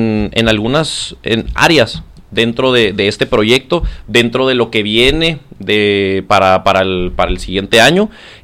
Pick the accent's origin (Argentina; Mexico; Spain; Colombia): Mexico; Guerrero, Chihuahua; Guerrero, que yo soy de Guerrero, originario de ¡Ale! Ahí.